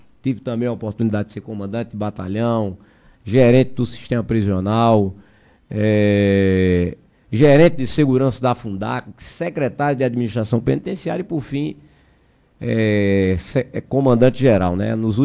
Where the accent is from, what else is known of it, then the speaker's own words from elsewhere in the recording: Recife, Pernambuco, Brazil; born there; also born or lived in Fortaleza; Eu e meu irmão, que você conhece, o Coronel Magno, nascemos em Recife. Mas em Recife eu praticamente não conheço nada, né? Só morei por um ano de vida só em Recife